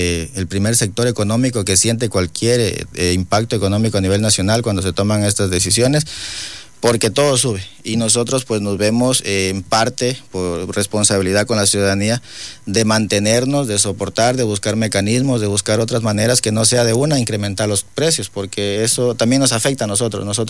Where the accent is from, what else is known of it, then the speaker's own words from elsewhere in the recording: Lago Agrio, Sucumbíos, Ecuador; somos también ciudadanos, somos de aquí del Aguario, somos de la provincia